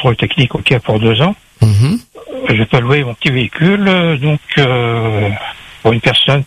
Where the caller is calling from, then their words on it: Sainte-Marie, Réunion; À compter du 15 juin, pour 2 mois, et je suis à Sainte-Marie.